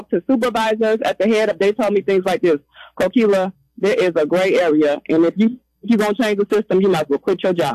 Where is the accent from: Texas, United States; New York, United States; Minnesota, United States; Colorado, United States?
Minnesota, United States; Minneapolis; I'm from North Minneapolis, and I really everything I do, I want to bring back and teach my community.